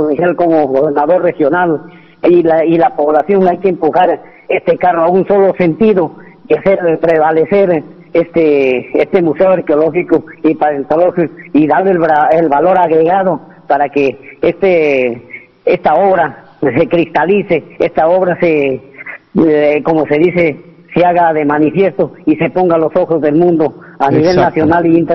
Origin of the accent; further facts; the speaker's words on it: Chota, Cajamarca, Peru; born there; also born or lived in Huánuco, Peru; now in Utcubamba, Peru; en mi tierra natal, Chota, y gracias, agradezco también a la provincia de Ucubamba, esta tierra generosa que me dio acogida, creo que en Amazonas, y me siento un amazonense